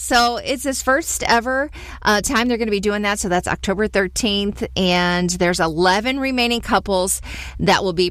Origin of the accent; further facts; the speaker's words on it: St. Louis, Missouri, United States; There's a lot of great broadcasters, sports broadcasters, that have had some time in my hometown of St. Louis.